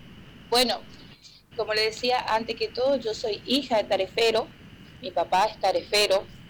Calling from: Puerto Esperanza, Misiones, Argentina; Estamos acá en Puerto Esperanza, soy de Puerto Esperanza, departamento Iguazú

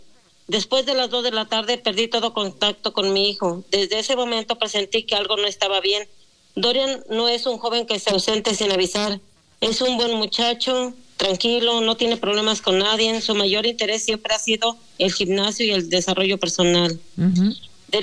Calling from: Cuautla, Morelos, Mexico; mi hijo salió de nuestro domicilio en el municipio de Cuautla

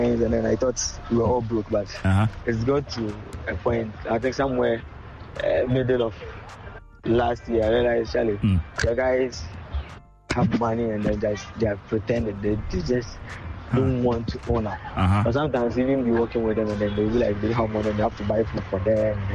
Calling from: Achimota, Greater Accra, Ghana; I'm speaking from Atimota.

